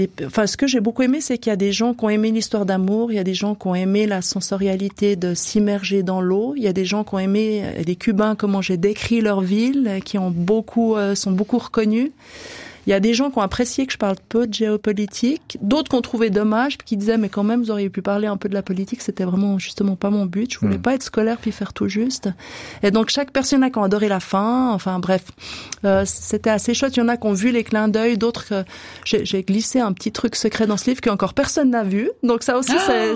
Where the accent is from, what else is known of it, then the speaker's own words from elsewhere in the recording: Switzerland; c'est facile de parler de Cuba quand on est Suisse, quand on y va pour les vacances